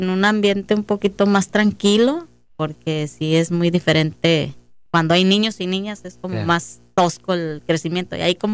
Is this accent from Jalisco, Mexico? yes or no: yes; Guadalajara, Jalisco, Mexico; also born or lived in Inglewood, California; de padres emigrantes. Y pues realmente nací ahí, pero me crié en Guadalajara, Jalisco.